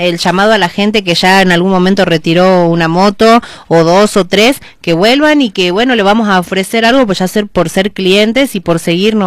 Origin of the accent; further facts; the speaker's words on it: Salta, Argentina; Y somos salteños.